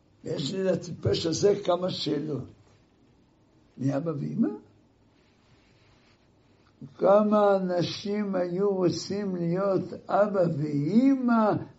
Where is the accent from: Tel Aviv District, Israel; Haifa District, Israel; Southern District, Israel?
Haifa District, Israel; Haifa; אני גדלתי בחיפה, לפני 70 שנה.